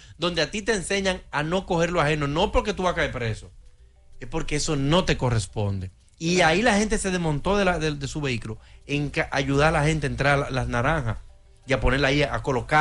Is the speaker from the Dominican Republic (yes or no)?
yes; Dominican Republic